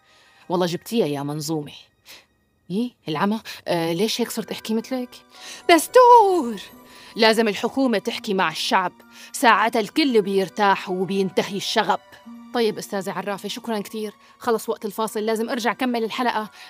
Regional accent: Syria; حظنا كسوريين

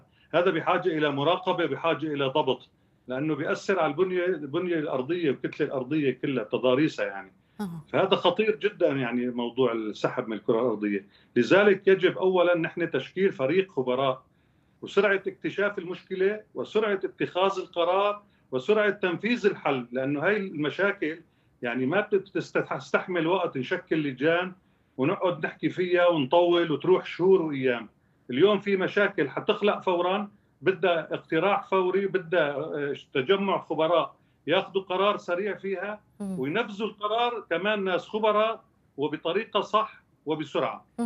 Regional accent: Syria

